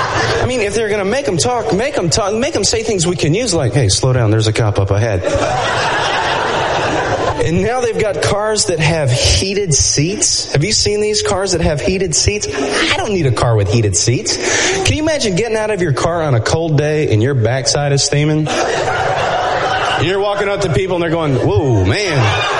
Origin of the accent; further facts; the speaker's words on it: Nashville, Tennessee, United States; I'm from Nashville, Tennessee. We see people in the street. We stop.